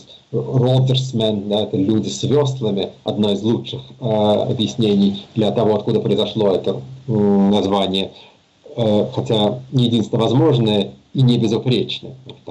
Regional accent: Serbia; first language Serbian; Russian is a second language; естественно, понимаю все, что говорится по-хорватски, по-боснийски, по-черногорски, да, считая при этом, что мой родной язык сербский.

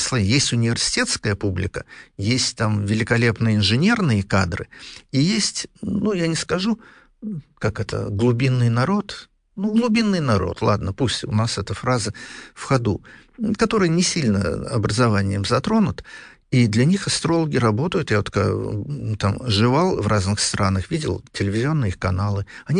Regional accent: Russia; я вот из России

